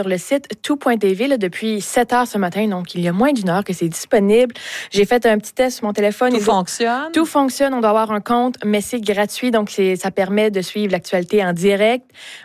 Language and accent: French; Acadia, Canada